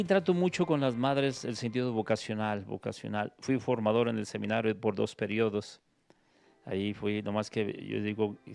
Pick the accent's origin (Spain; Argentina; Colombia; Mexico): Mexico; Guadalupe, Zacatecas; yo soy originario de Guadalupe